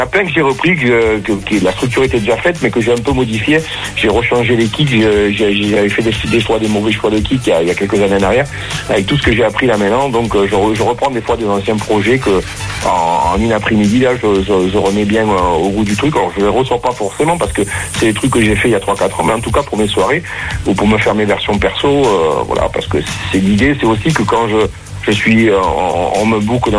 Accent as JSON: {"language": "French", "region": "Occitanie", "country": "France", "tie": "born there", "said": "dans le Tarn. C'est un petit village, mais la fête, elle est juste énormissime."}